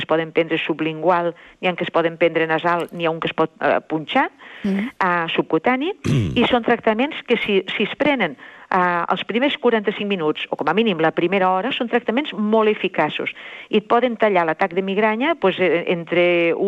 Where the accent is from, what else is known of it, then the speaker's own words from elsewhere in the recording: Tortosa, Catalonia, Spain; Sí, de Tortosa.